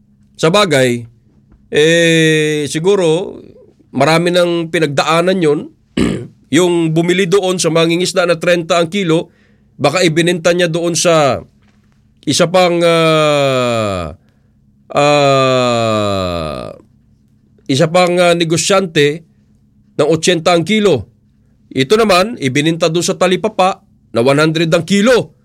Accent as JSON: {"language": "Tagalog", "region": "Mimaropa", "country": "Philippines", "said": "dito sa amin sa Palawan"}